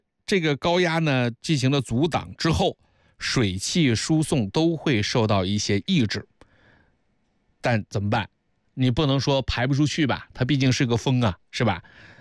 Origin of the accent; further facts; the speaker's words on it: Zhejiang, China; 我们浙江人呢这些年你说经历的台风那也有几十个了